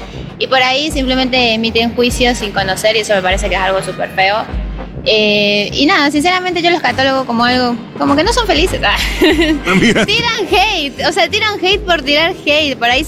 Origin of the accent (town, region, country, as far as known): Venezuela; now in Argentina